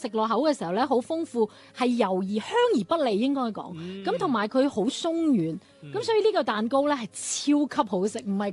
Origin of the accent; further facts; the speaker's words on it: Guangdong, China; accent: Cantonese; 但係翻譯成我哋廣州話就叫乾撈麵。